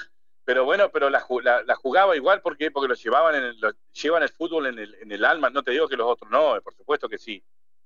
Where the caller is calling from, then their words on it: Argentina; porque soy argentino